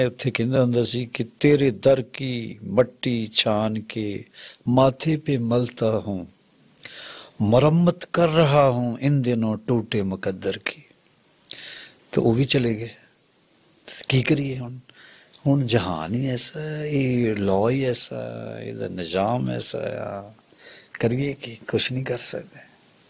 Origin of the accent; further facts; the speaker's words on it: Shafipur, Punjab, India; born there; ਉਹ ਸਾਈਂ ਜੀ ਕਹਿੰਦੇ ਉਹ ਕਿਹੜਾ ਪਿੰਡ ਆ, ਮੈਂ ਕਿਹਾ ਸ਼ਫੀਪੁਰ